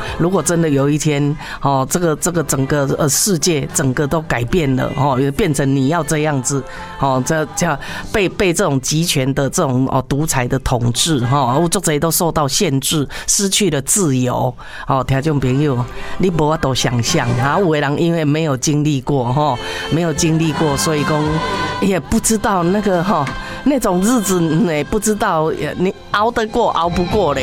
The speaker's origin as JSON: {"language": "Chinese", "country": "Taiwan"}